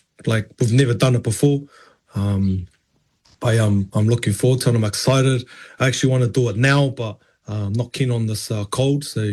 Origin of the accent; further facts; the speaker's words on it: Auckland, New Zealand; born and raised in Auckland, first generation. Mum and dad were born in Niue.